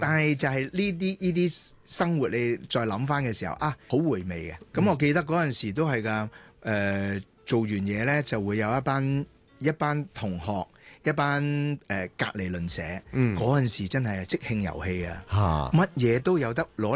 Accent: Kowloon, Hong Kong; 我细个的时候我就住石硖尾的。

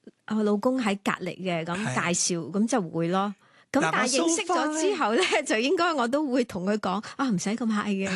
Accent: Hong Kong; 我系香港人嚟噶嘛，

